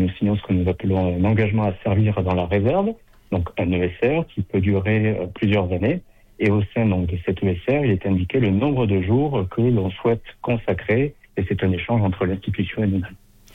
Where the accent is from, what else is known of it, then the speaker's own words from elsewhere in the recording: Lourdes, Occitanie, France; ma ville natale, Lourdes.